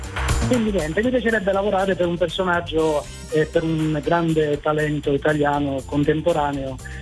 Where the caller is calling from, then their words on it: San Giovanni Rotondo, Apulia, Italy; Chiamo da San Giovanni Rotondo, Gargano, Padre Pio.